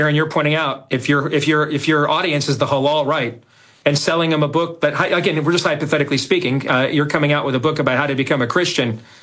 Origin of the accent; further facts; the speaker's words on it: Iowa, United States; inevitably everybody finds out I'm from Iowa.